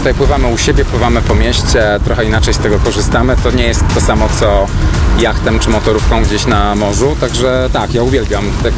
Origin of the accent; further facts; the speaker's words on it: Wrocław, Lower Silesian Voivodeship, Poland; Ja jestem urodzonym wrocławianinem, ale niektóre miejsca, jak zobaczyłem z wody, to byłem zaskoczony, że jestem w tym miejscu